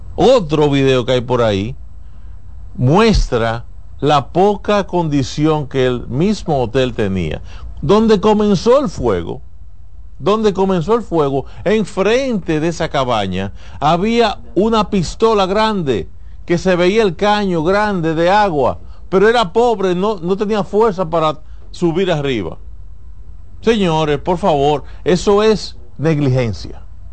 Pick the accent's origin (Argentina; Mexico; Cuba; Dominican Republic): Dominican Republic